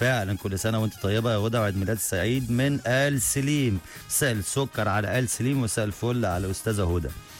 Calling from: Alexandria, Alexandria Governorate, Egypt; انا من اسكندريه, مساء الفل بتفرج عليك من محافظه اسكندريه يا بوب يا صالح.

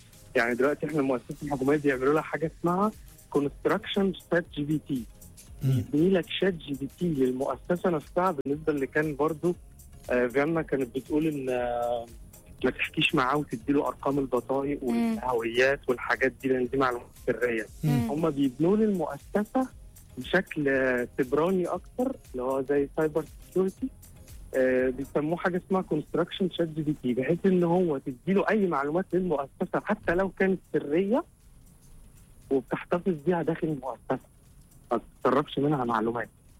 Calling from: United Arab Emirates; ايوه من الامارات.

